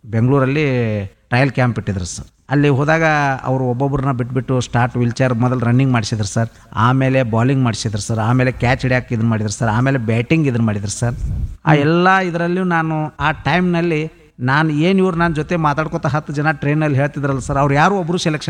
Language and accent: Kannada; Karnataka, India; ಒಂದು ಮೂಡಲಗಿ ತಾಲೂಕಿನ ಗುಲ್ಗಂಜ್ಕೊಪ್ಪ ಗ್ರಾಮದಿಂದ ಬಂದಿದ್ದೀನಿ.